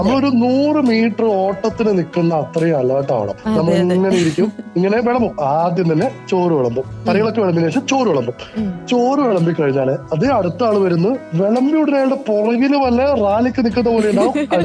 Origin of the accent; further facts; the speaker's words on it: Palakkad, Kerala, India; ഞാൻ മലബാറുകാരനാണ്. ഞാൻ പാലക്കാടുകാരനാണ്.